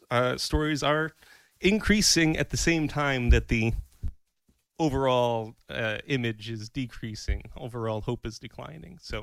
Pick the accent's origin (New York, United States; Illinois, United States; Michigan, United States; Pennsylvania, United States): New York, United States; I grew up in Western New York, more or less, with rounding.